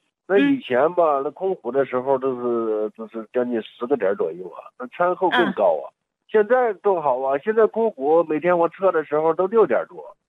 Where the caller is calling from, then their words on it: Henan, China; 我是河南的。